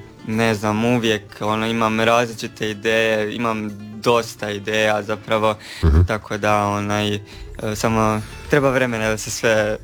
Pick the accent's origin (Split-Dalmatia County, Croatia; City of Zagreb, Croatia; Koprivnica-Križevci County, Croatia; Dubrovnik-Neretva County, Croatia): Dubrovnik-Neretva County, Croatia; Dubrovnik; Imam 19 godina, dolazim iz Dubrovnika, skoro sam rekao 20 jer punim skoro 20.